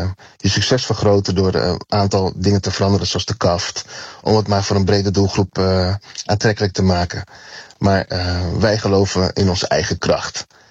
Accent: Netherlands; ze gaan er niet vanuit dat wij Nederlanders zijn.

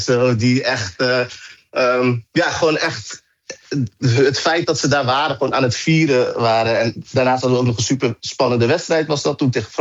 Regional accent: Netherlands; Ik heb zelf een Ghanese achtergrond. Ik ben in Nederland opgegroeid, maar mijn roots liggen in Ghana.

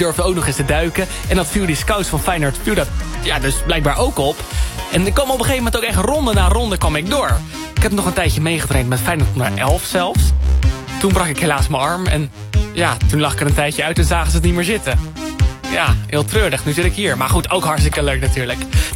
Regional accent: Rotterdam, South Holland, Netherlands; ik kom uit Rotterdam, ik ben voor Feyenoord en Feyenoord is nog steeds mijn clubje.

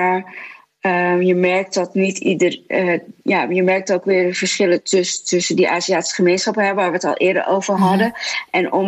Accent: Netherlands; ik ben in Nederland opgegroeid en ging hier naar de lagere school en de middelbare school.

